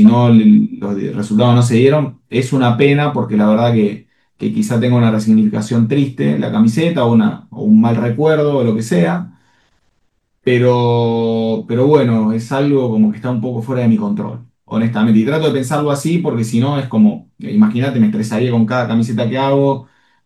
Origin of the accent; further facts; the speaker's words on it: Argentina; si bien soy argentino